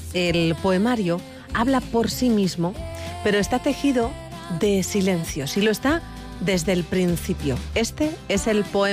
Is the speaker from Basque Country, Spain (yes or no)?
yes; Basque Country, Spain; ¿Qué de contra somos los vascos, no?